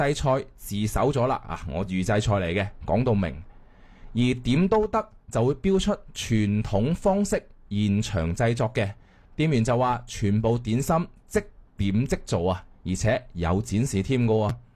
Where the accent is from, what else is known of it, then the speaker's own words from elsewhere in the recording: Guangzhou, Guangdong, China; 作为老广咧，走访咗全市13家嘅茶楼啦